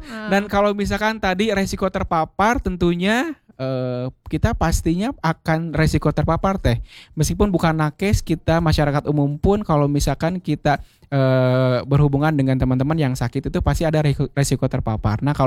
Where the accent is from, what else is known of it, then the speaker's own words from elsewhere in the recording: Bandung, West Java, Indonesia; moved away as an adult; also born or lived in Cianjur; saya kan memang lahir besar di Bandung dan di Cianjur gitu ya, orang-orang Sunda asli yang merantau ke pelosok Indonesia gitu.